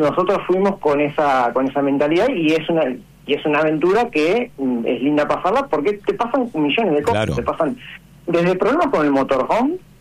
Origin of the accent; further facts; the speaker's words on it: Banfield, Buenos Aires Province, Argentina; Yo soy de Banfield.